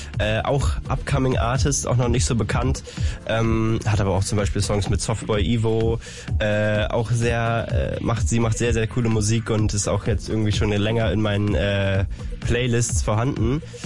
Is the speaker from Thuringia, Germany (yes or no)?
no; Kleinmachnow, Brandenburg, Germany; moved away as an adult; now in Berlin, Germany; Also ich bin ja irgendwie ja in Kleinmachnow groß geworden